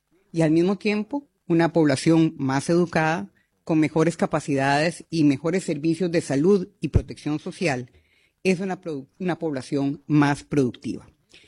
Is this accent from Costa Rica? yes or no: yes; Costa Rica; cuando era ministra del gobierno de Costa Rica, que es mi país de origen